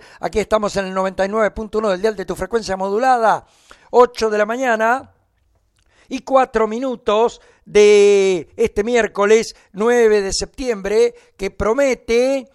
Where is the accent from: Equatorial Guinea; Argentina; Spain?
Argentina; somos argentinos, no suecos